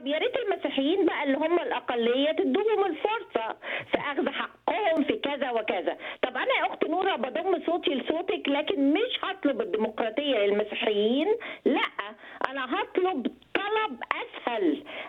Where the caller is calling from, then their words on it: Egypt; وأنا كمصرية